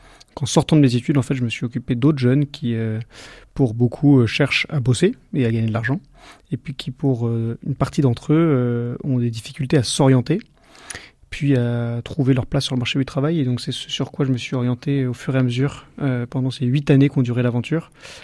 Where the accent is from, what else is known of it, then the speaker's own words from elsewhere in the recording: Brittany, France; now in Marseille, France; je vous appelle de Marseille. Je suis breton, donc je suis pas très loin de chez vous.